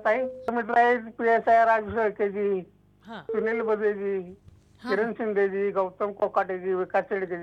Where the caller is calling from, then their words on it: Karad, Maharashtra, India; मी मुक्काम पोस्ट कराड, जिल्हा सातारा येथून